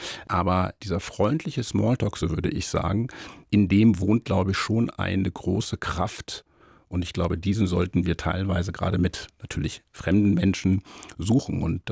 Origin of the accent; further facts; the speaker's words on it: Northern Germany, Germany; now in Munich, Germany; wenn man natürlich jetzt hier in München, so gerne ich auch München mag, aber ich vermisse letztendlich auch meine Heimat und Norddeutschland.